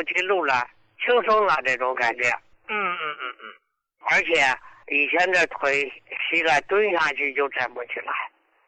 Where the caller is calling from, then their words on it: Hebei, China; 哎呀，胡老师，我是河北的，可是你的老朋友了呀。